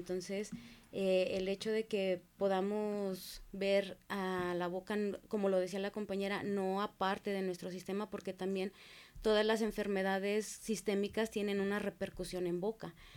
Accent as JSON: {"language": "Spanish", "region": "Zacatecas", "country": "Mexico", "said": "soy aquí de Zacatecas"}